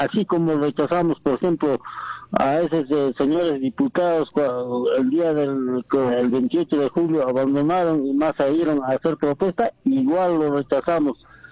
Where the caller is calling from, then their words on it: Cabanilla, Puno, Peru; estoy llamando del distrito Cabanilla, de mucho tiempo, doctor.